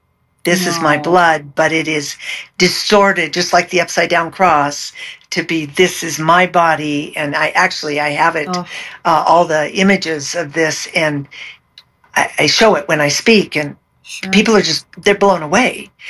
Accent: California, United States; We were raised in California.

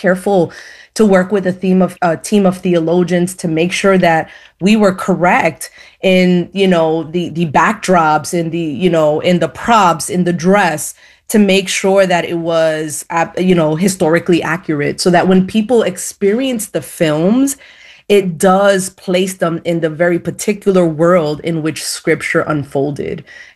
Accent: New York City, New York, United States; And so growing up in New York City, I had imagined a very different backdrop for what I encountered physically.

